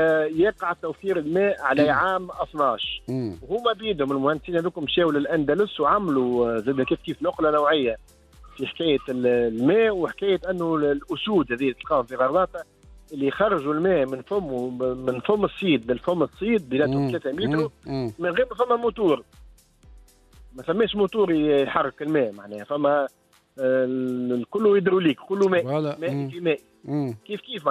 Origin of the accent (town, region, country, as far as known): Tunisia; accent: Tunisian